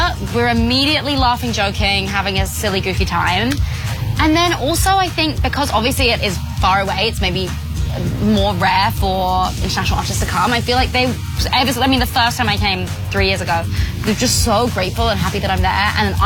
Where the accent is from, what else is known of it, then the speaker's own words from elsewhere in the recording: Australia; I'm just with my people in my hometown, which is all of Australia.